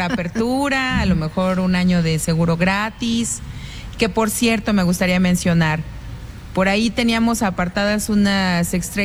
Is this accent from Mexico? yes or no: yes; Mexico; a festejar a México, que somos orgullosamente mexicanos aquí.